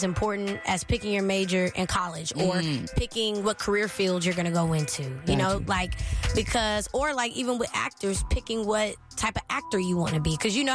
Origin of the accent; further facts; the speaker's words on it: Pearland, Texas, United States; I'm from right here in Houston, Texas. I grew up in Pearland. Very proud to be from Pearland.